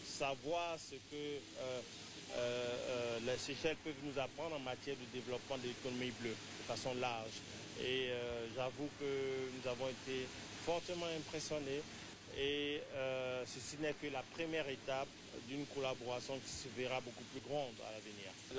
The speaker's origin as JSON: {"language": "French", "country": "Côte d’Ivoire", "said": "c'est comme ça que nous les appelons chez nous en Côte d'Ivoire, des quais de débarquement."}